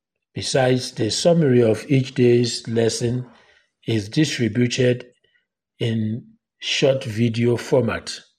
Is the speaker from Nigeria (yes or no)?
yes; Nigeria